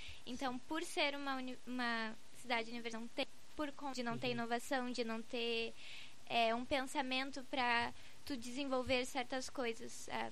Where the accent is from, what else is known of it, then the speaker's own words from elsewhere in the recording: Porto Alegre, Rio Grande do Sul, Brazil; moved away as an adult; now in Pelotas, Brazil; Porto Alegre.